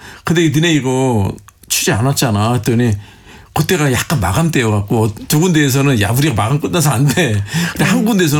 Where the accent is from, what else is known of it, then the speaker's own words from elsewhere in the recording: South Korea; 내가 한국에서 왔는데